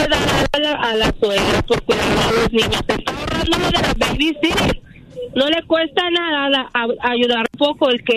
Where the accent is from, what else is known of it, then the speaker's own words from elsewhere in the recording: Colombia; now in Tracy, United States; Soy colombiana.